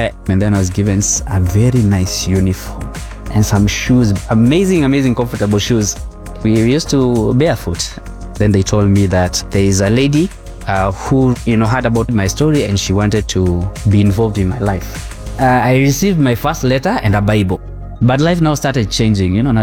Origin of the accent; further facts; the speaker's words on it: Nairobi, Kenya; And then we landed smack in the middle of Madare slums. Okay, just next to the sewage. The river passes by. You know, a very small cubicle made of mud, typical of many in the slums.